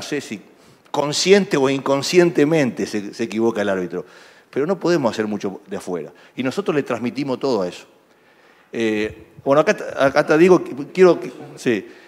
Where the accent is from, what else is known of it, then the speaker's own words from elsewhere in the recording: Rosario, Santa Fe, Argentina; yo soy de Rosario, no puedo concebir que Rosario, una ciudad tan futbolera como Rosario